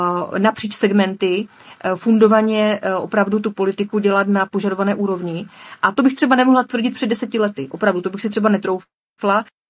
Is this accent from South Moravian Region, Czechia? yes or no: no; Moravian-Silesian Region, Czechia; A já právě proto kandiduji, protože já miluji můj region, miluji Beskydy. Jsem … jak zpívá v písničce